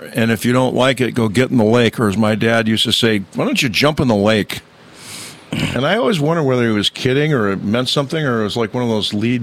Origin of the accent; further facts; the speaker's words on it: Wise River, Montana, United States; moved away; we're from Wise River, Montana, which is 6,200 feet on the Continental Divide.